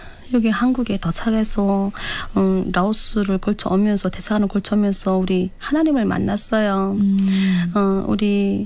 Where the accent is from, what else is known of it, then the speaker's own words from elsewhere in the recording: South Hwanghae, North Korea; 제 기억에는 우리 고향이라 하면은 제일 기억이 남는 게 구월산이거든요.